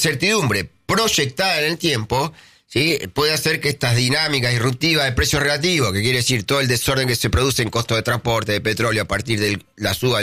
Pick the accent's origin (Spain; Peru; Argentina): Argentina; Y eso somos los argentinos.